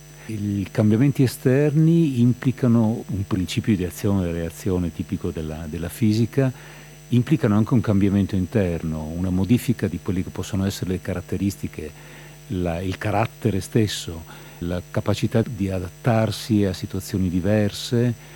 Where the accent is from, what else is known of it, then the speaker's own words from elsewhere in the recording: Trieste, Friuli-Venezia Giulia, Italy; also born or lived in Brazil; io sono, diciamo, di origini triestine, nel senso che sono triestino di per sangue e per formazione. I miei si sono trasferiti nel Brasile nel 48, 1948, la prima ondata di emigrazione post-bellica per quanto riguarda la città di Trieste, e sono tornati nel 59